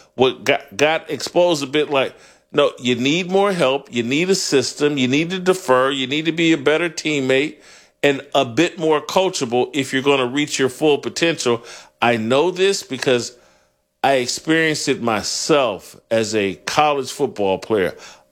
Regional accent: Indiana, United States; I'm an Indiana Fever fan because I'm from Indiana, and that's really the reason why.

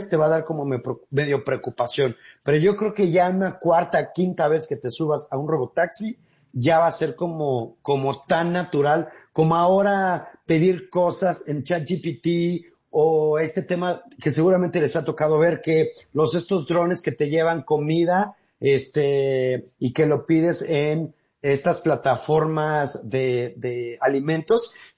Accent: Mexico

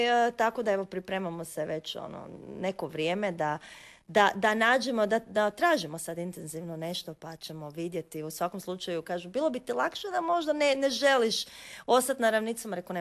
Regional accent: Osijek, Osijek-Baranja County, Croatia; accent: Slavonian; now in Zagreb, Croatia; ja sam odrasla u Osijeku i još uvijek je tu jak utjecaj zapravo tog govora, tako da ne osjećam se purgericom, ali svakako se već sad osjećam Zagrepčankom, pogotovo zbog toga što sam zapravo tu i rođena.

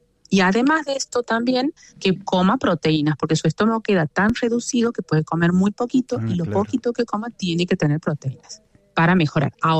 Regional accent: Santiago del Estero, Argentina; con mucho orgullo de santiagueña y de Argentina

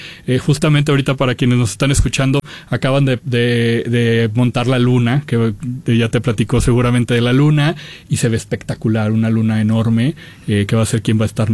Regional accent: León, Guanajuato, Mexico

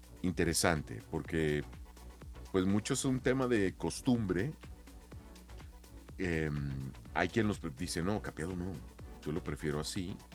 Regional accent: Chihuahua, Mexico; moved away as an adult; now in Mexico City, Mexico; yo soy de Chihuahua, tengo casi 30 años acá, pero soy de Chihuahua.

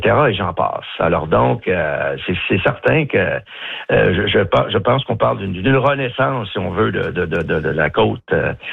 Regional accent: New Richmond, Quebec, Canada; Écoutez, moi, j'ai grandi à New Richmond face à Belzune.

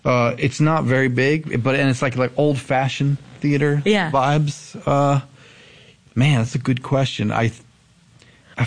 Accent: Lansdowne, Pennsylvania, United States; I grew up in Lansdowne, actually.

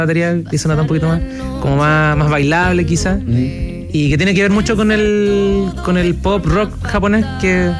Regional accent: Santiago, Santiago Metropolitan Region, Chile; Yo soy de acá, Santiago de La Pintana.

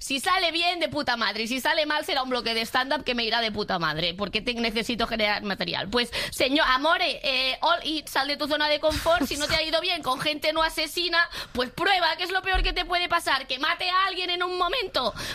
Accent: Andalusia, Spain; Aquí sí, sí que soy andaluza.

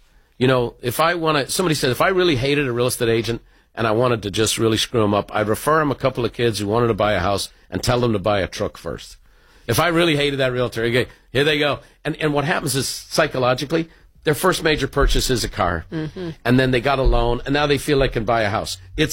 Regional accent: California, United States; My people. I'm from the People's Republic of California.

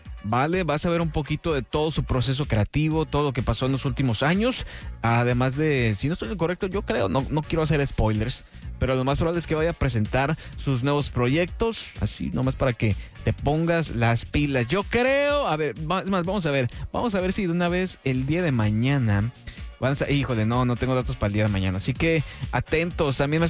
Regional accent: Honduras; Y uno como hondureño pues puede sentirse orgulloso de ahora sí que ver su país representado en una película animada

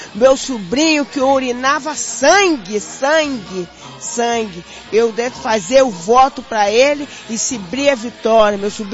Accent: Rio de Janeiro, Brazil; Eu sou de lá da Tijuca, da Chacrinha.

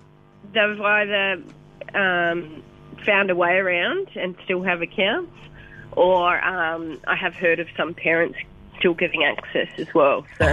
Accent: Ashburton, Canterbury, New Zealand; moved away as an adult; now in Australia; I grew up in Ashburton, so I went to Ashburton College and then studied at Lincoln

